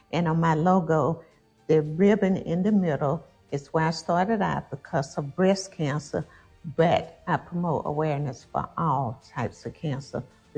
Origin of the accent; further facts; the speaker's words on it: Preston, Georgia, United States; now in Sylvester, United States; I'm from Preston, Georgia. I've been in Sylvester, Georgia for quite a while now. I love it here.